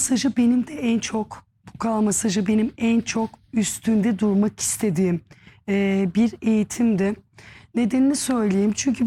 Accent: Manisa, Turkey; Bir Manisalı olarak söyleyeyim.

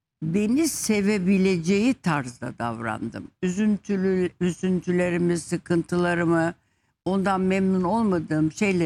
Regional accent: Istanbul, Turkey; born there; O da bizimle Hı oturuyordu hı. İstanbul'da.

